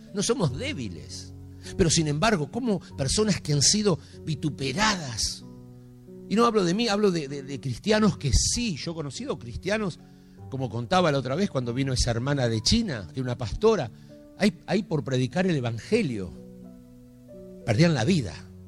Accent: Argentina

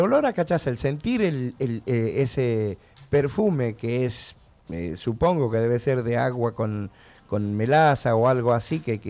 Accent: Tucumán, Argentina; La caña de azúcar en sí, uh-huh, es un producto muy nuestro, muy tucumano

